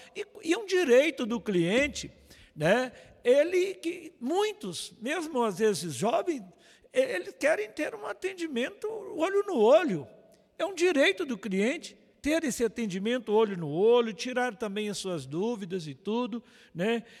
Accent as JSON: {"language": "Portuguese", "town": "Urucânia", "region": "Minas Gerais", "country": "Brazil", "tie": "born or raised there", "said": "minha terra natal, Urucânia, que é um pequeno município"}